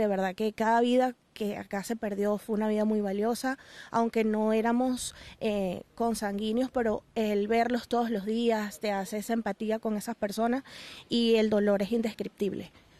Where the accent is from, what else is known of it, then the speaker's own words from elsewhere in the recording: Caracas, Capital District, Venezuela; no soy de acá, oriunda de la capital